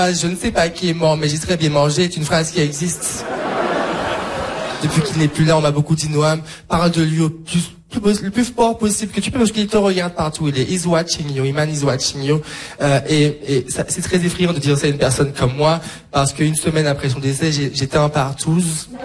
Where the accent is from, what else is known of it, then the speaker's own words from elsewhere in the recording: Martinique; parce que je suis martiniquais. Il faut savoir qu'en Martinique, on a une veillée funéraire